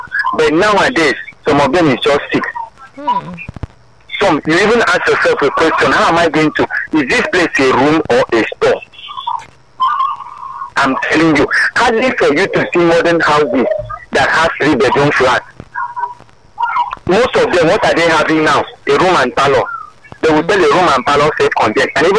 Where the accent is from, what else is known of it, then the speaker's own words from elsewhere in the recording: Cross River, Nigeria; when I was still growing up in Cross River State